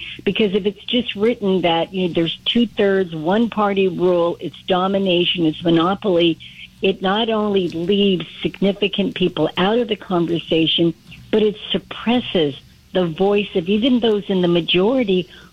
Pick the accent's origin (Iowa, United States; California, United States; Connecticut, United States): California, United States; Barstow; a 20-year-old kid from my hometown of Barstow, California.